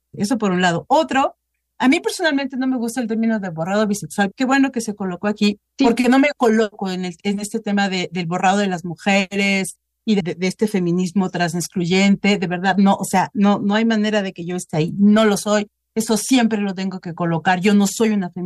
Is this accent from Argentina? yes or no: no; Mexico City, Mexico; yo soy de Ciudad de México, vivo en Ciudad de México